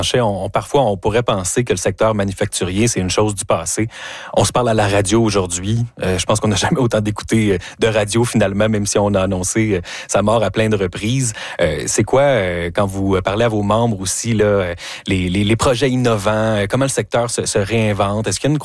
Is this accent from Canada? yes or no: yes; Canada